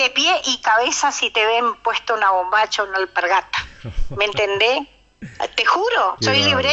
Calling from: Corrientes, Argentina

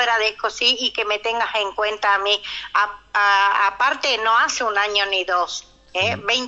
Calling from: Corrientes, Argentina

